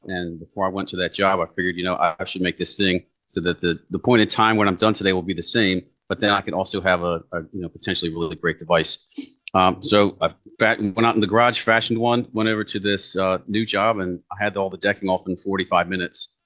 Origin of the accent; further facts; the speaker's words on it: Maryland, United States; And then, so I'm from Maryland